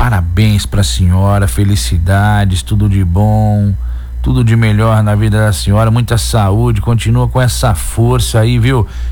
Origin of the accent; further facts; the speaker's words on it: Brazil; É o nosso Brasil, somos brasileiros